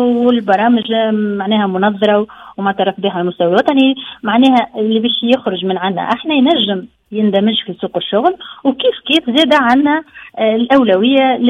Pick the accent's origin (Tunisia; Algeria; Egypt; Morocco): Tunisia; في اغلب الولايات عندنا. في تونس الكبرى عندنا